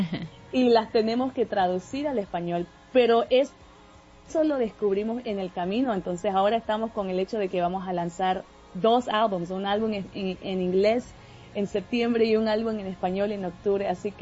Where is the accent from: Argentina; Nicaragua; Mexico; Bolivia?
Bolivia; born there; Sí, no, yo nací en Bolivia, mi español está bien, mi mamá nunca nos dejó olvidarnos el español